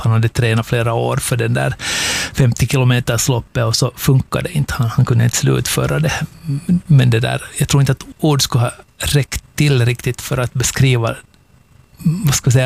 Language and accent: Swedish; Finland